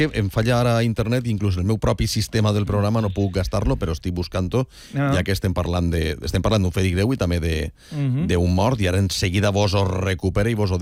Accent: Alcoy, Valencian Community, Spain; jo com a alcoià

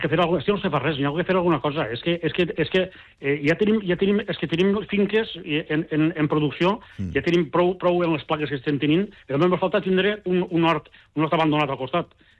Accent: La Vilavella, Valencian Community, Spain; soc de la Vilavella, sí, soc el delegat de la comarca de la Plana Baixa

